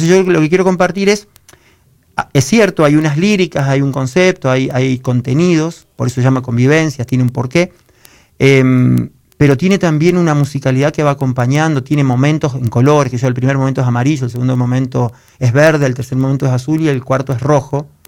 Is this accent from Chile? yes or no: no; Rosario, Santa Fe, Argentina; Soy rosarino.